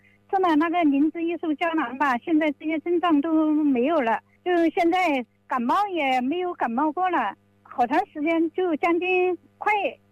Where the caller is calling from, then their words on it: Zhejiang, China; 我是浙江江口的。